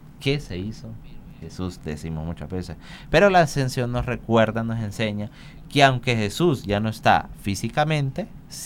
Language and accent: Spanish; Talanga, Francisco Morazán, Honduras; cerca de ahí, de mi pueblo, de mi mamá, de Talanga